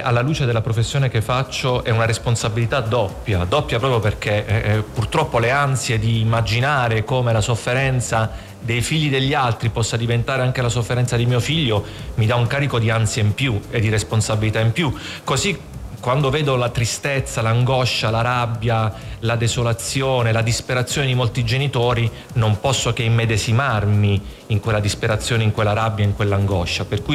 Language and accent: Italian; Southern Italy, Italy